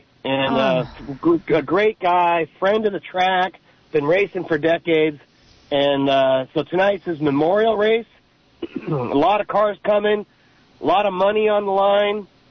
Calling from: Watsonville, California, United States; 83, Watsonville.

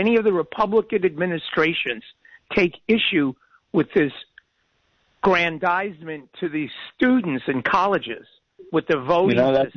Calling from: Prunedale, California, United States; I live in Prunedale.

